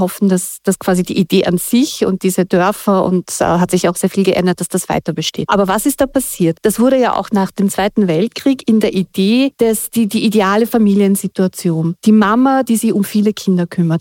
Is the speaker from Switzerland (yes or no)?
no; Austria; born there; Also ich bin ja in Österreich geboren, aber meine Eltern nicht.